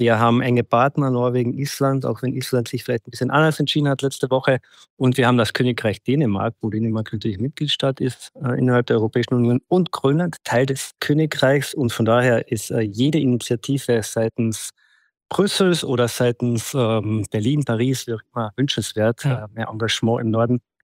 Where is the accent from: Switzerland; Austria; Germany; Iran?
Austria; born there; Da fragen Sie wahrscheinlich als gebürtigen Österreicher den Falschen.